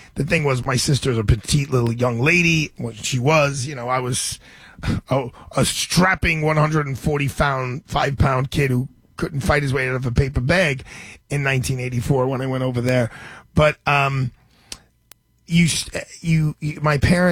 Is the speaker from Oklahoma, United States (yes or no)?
no; New York, United States; I'm from New York, right, where you can't drink in public.